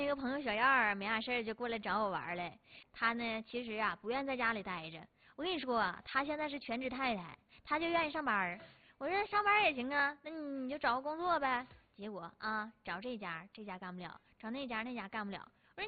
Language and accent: Chinese; Daqing, Northeast China, China; 但是不是在咱大庆，是在哈尔滨。那哈尔滨的话离咱也不远呢